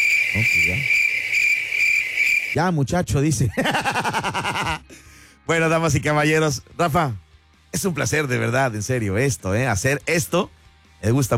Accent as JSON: {"language": "Spanish", "town": "Acapulco", "region": "Guerrero", "country": "Mexico", "said": "Ah, yo soy de Acapulco … yo trabajo en la radio"}